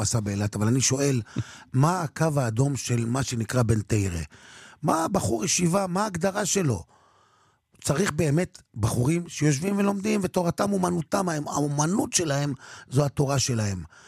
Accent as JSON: {"language": "Hebrew", "town": "Kiryat Shmona", "region": "Northern District", "country": "Israel", "tie": "born there", "moved": "yes", "said": "אני באתי מקריית שמונה"}